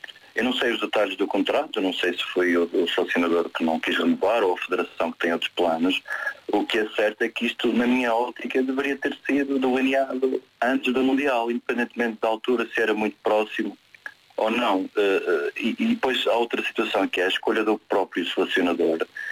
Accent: Madeira, Portugal; born there; now in Porto, Portugal; também nasci na Madeira, embora esteja cá no Porto.

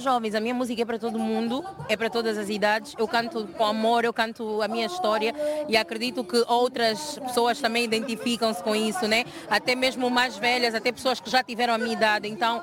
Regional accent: Luanda, Angola; eu sou do Miramar, município do Sambizanga.

